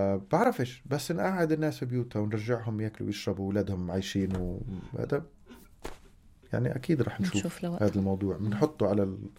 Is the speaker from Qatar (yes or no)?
no; Palestine